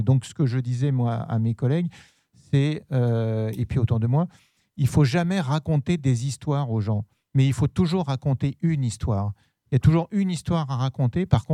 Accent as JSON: {"language": "French", "country": "France", "also_born_or_lived": "Paris / Berry", "moved": "as an adult", "lives_now": "Cergy, France", "said": "Moi, je viens à la fois de Paris et puis du Berry. Quand je suis arrivé ici, professeur à l'université, je ne connaissais pas Cergy."}